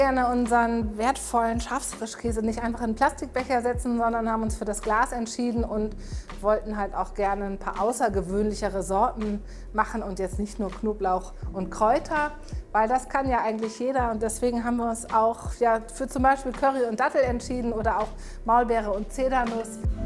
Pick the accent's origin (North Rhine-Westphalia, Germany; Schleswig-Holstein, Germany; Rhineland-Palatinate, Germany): Schleswig-Holstein, Germany; Rendsburg; wie ich zur Abiturzeit mit meinem Vater auf dem Wochenmarkt in Rendsburg war, wo ich aufgewachsen bin.